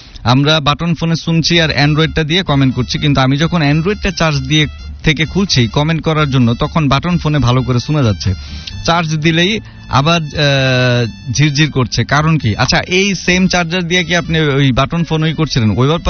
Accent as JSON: {"language": "Bangla", "town": "Dhaka", "region": "Dhaka Division", "country": "Bangladesh", "tie": "born or raised there", "said": "আমার গ্রামের বাড়ি ভাই আমি পুরান ঢাকারি অরিজিনাল, আমার গ্রামের বাড়ি এটাই।"}